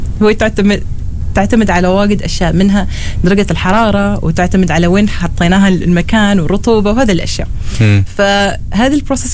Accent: Oman; نحن عندنا في عمان

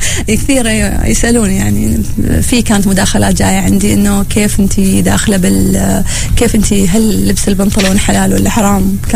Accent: Oman; accent: Omani; انا اتكلم باللهجة العمانية

